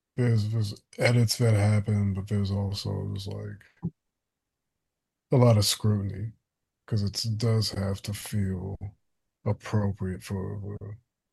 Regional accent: Richmond, Virginia, United States; growing up in Richmond just feels like how they say America is a melting pot. It felt like Richmond gave me a melting pot of the black experience of America.

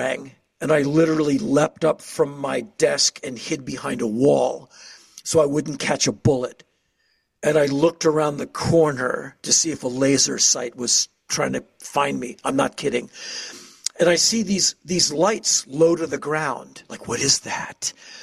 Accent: Washington, District of Columbia, United States; now in Nashville, United States; I come from Washington, D.C., bordered by Maryland, Virginia. So I heard, "Hey, man," since I was five. And I hear a lot of, "Hey, man," in Nashville.

